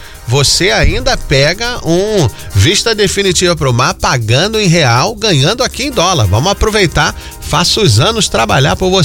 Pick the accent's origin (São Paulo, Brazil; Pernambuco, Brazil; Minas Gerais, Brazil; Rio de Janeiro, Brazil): Rio de Janeiro, Brazil; eu sou do Rio de Janeiro